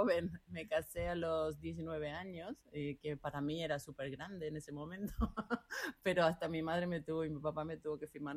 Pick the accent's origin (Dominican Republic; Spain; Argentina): Argentina; Bueno, a mi infancia, a mi adolescencia en Argentina, que me emociona un poco también, ¿no?